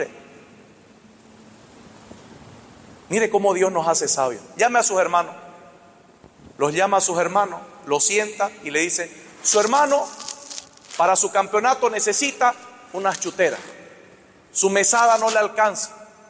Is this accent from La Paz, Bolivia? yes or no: no; Montero, Santa Cruz, Bolivia; yo nací en Guavirá, yo nací en Montero, yo soy de Montero.